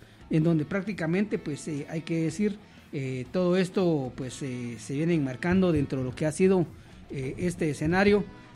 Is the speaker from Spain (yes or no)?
no; Guatemala; nosotros como guatemaltecos